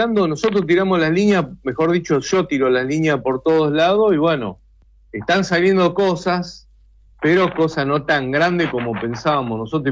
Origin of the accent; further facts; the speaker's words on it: Morteros, Córdoba, Argentina; yo soy de una ciudad comercial industrial, y siempre recordaba a Mortero de Córdoba. Lo conocen a mi pueblo, decía